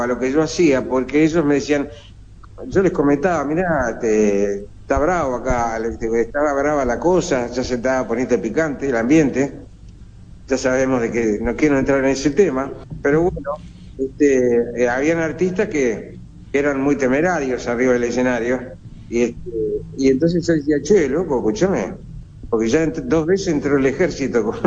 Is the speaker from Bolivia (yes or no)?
no; Montevideo, Uruguay; moved away as an adult; now in Colonia, Uruguay; Yo nací en Montevideo en el año 1950.